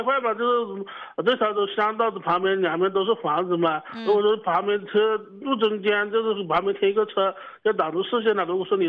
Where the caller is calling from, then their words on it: Yiyang, Hunan, China; 我是益阳桃的嵩山的